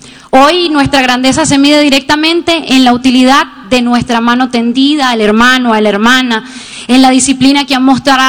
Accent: Venezuela; Hoy como pueblo venezolano acompañemos más que nunca a quienes más lo necesitan.

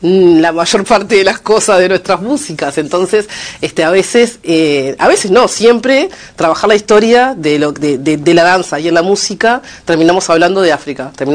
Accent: Uruguay; somos latinoamericanos y bueno, somos afro-uruguayos, sabemos dónde están nuestras raíces

